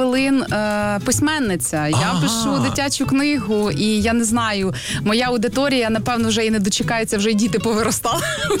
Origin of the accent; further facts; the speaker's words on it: Kaniv, Cherkasy Oblast, Ukraine; На той момент, я родом з Канєва, там не було вокального відділу.